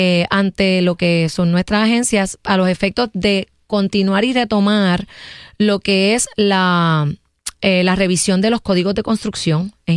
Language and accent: Spanish; Hormigueros, Puerto Rico; moved away as an adult; now in Canóvanas, Puerto Rico; Yo soy de Hormigueros, Puerto Rico